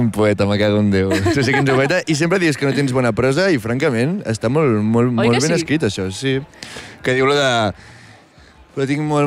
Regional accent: Espolla, Catalonia, Spain; also born or lived in Barcelona; jo sóc natural d'Espolla

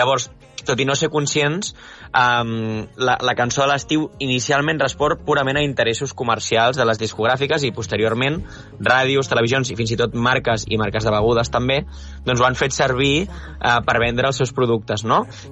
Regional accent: Vidreres, Catalonia, Spain; Vidreres, al meu poble

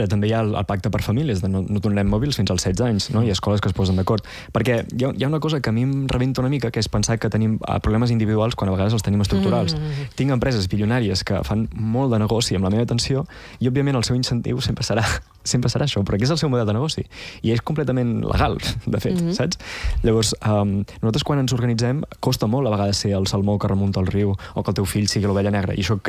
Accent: Olot, Catalonia, Spain; si jo necessito anar a Barcelona i sóc d'Olot

